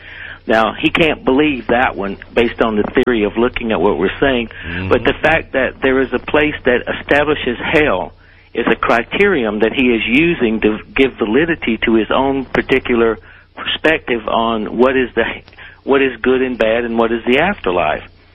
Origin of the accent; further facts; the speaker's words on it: Deep South, United States; I mean, I come from the Deep South. You know, everybody goes to hell down there